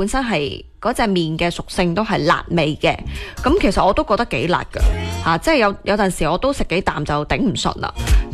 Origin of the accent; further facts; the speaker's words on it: Guangdong, China; 我哋广东人